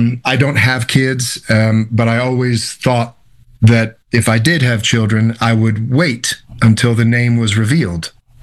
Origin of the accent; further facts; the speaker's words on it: Detroit, Michigan, United States; born there; So I was born in Detroit, Michigan.